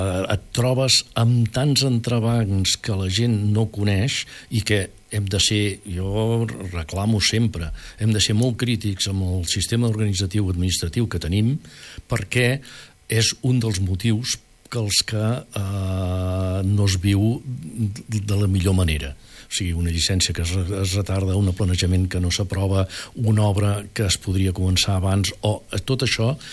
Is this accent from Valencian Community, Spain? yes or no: no; Catalonia, Spain